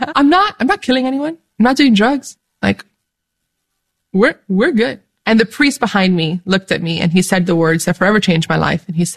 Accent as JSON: {"language": "English", "country": "Dominican Republic", "said": "I'm Dominican from the Dominican Republic, but I'm also Arabic. And my grandfather was raised in Bethlehem"}